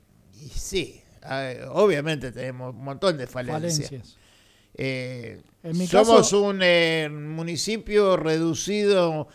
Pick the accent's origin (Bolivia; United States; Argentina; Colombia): Argentina; Partido de la Costa, Buenos Aires Province; born there; Soy del Partido de San Martín. Vine muy chico, pero bueno, más de 50 años sé que tengo en la costa, así que. Por adopción, ¿no? pero siempre defendí, es más, digo, es mi lugar en el mundo, el Partido de la Costa.